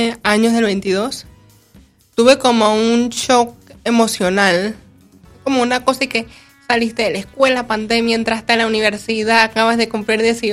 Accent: Panama City, Panamá, Panama; Soy panameña. La cepa, cédula 8, citadina.

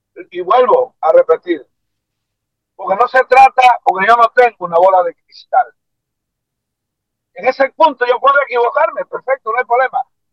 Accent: Panama

